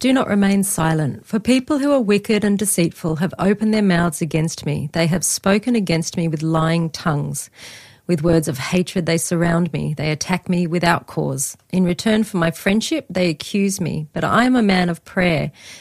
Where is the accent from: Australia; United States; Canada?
Australia; And there was nothing I could do because I was a traveller from Australia.